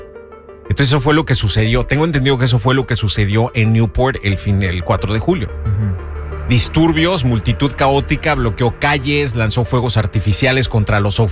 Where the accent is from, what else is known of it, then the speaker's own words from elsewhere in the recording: Mexico; apoyamos a Colombia porque somos hermanos, mexicanos y colombianos